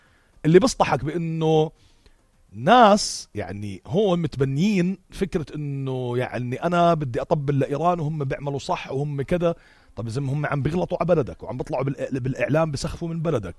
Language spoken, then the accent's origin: Arabic; Jordan; أنا كأردني